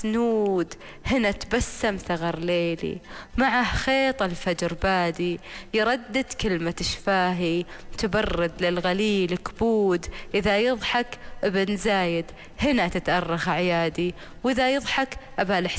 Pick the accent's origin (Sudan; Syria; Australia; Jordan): Jordan; now in United Arab Emirates; لاني انا شاعره اردنيه مغتربه عايشه في الامارات ومنذ نعومه اظافري ففي عندي حنين غير مبرر للبلدين.